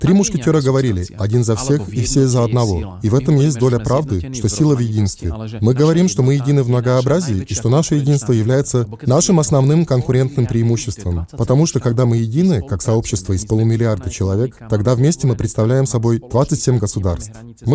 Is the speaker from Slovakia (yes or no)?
yes; Slovakia